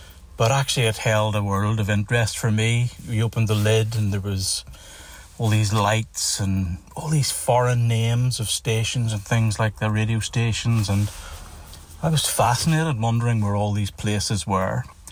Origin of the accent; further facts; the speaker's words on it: Belfast, Northern Ireland, United Kingdom; my earliest years of growing up in Strandburn Drive in East Belfast.